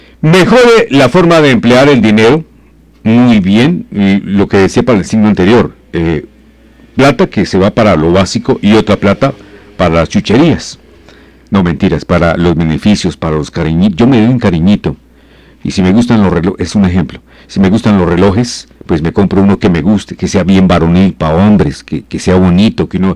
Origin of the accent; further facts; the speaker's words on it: Boyacá, Colombia; como buen boyacenses que somos